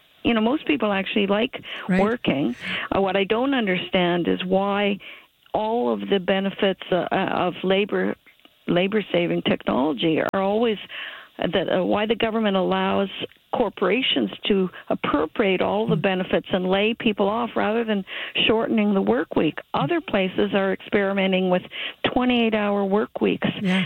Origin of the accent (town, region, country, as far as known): Ontario, Canada; born or raised there; also born or lived in Toronto